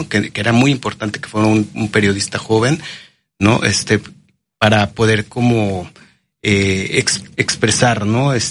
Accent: Mexico City, Mexico; Yo no soy de Veracruz, soy de la Ciudad de México

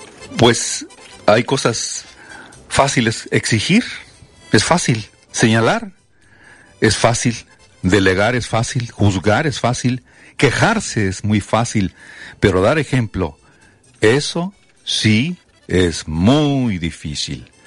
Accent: Mexico; Pocos mexicanos conocemos la raíz negra de nuestra actual nación.

